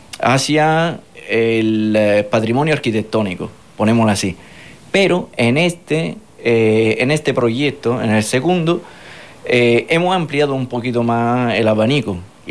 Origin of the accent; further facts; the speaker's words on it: Italy; Spanish is a second language; now in Fuerteventura, Spain; soy italiano